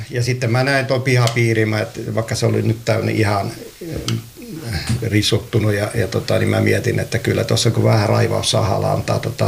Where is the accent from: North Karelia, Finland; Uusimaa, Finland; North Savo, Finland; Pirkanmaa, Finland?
North Savo, Finland; Varkaus; now in Lahti, Finland; Ai niin, joo, kun mä oon itse Savosta kotosin.